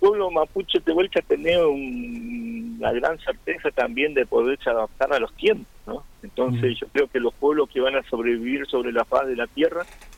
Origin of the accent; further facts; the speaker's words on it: Chubut, Argentina; born there; now in Puerto Santa Cruz, Argentina; Sí, yo nací en Chubut.